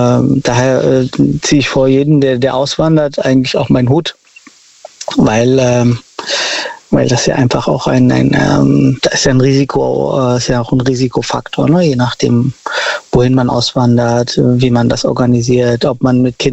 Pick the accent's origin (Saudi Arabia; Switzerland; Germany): Germany; Frankfurt, Hesse; Ich komme aus Frankfurt.